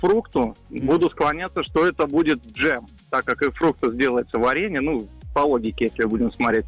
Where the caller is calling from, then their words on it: Kirovsk, Leningrad Oblast, Russia; Город Киров, Калининградской области.